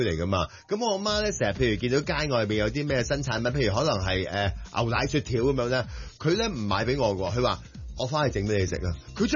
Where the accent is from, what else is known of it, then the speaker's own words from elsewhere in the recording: Hong Kong; 你话钱其实影响我哋香港人几耐？